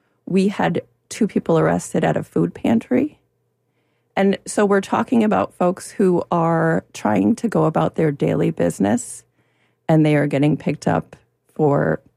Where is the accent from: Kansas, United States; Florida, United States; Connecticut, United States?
Connecticut, United States; I'm originally from Connecticut